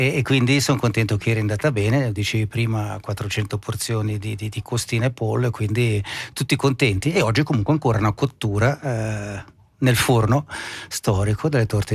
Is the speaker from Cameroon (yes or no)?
no; Chironico, Ticino, Switzerland; sono originario di Chironico, Patrizio di Gribbio, quindi Gribbio vuol dire la mia infanzia, fare il fieno dai miei zii, come anche i miei fratelli.